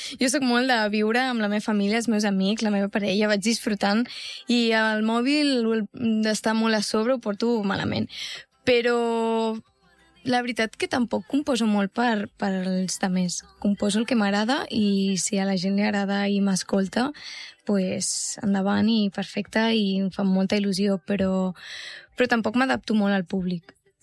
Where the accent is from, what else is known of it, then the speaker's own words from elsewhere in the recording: Catalonia, Spain; sort que tenim la gent del Maresme de viure en un poble. Estic molt agraïda i per això havia de fer una cançó del meu poble.